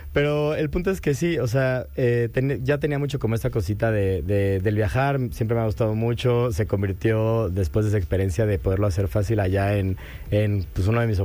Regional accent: Mexico; accent: Mexican; que lo primero que te digan, ¡ajá, mexicano!, ¿no? Nada más porque te agarran en corte el acento.

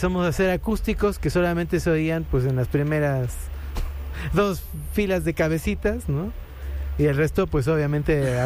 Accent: Tulancingo, Hidalgo, Mexico; moved away; Mi tierra natal, ¿no? También que es Hidalgo

